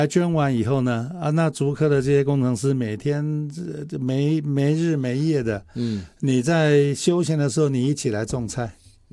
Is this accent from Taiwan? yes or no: yes; Taiwan; 我们台湾人